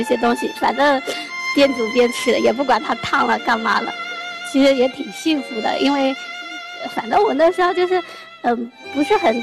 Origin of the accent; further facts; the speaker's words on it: Shangrao, Jiangxi, China; 我来自江西上饶，然后我是在一个仓库里搬螺丝的。